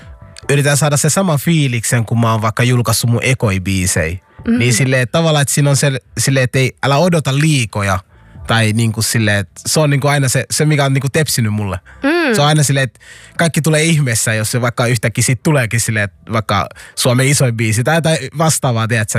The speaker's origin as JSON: {"language": "Finnish", "town": "Helsinki", "region": "Uusimaa", "country": "Finland", "said": "kun jos mä joku kysyy mut, että mistä päin sä oot, mä sanon, mä oon Roihuvuoresta."}